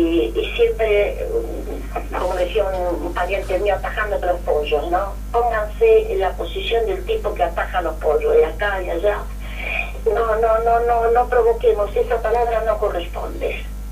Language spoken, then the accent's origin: Spanish; Rosario, Santa Fe, Argentina; yo soy el normal número 2, porque soy de Rosario